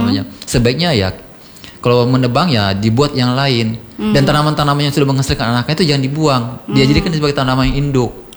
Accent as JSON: {"language": "Indonesian", "region": "Sulawesi", "country": "Indonesia", "said": "Menjadi pengetahuan dasar kita sebagai orang Sulawesi."}